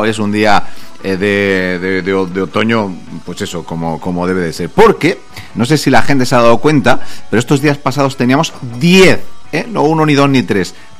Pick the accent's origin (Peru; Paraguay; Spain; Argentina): Spain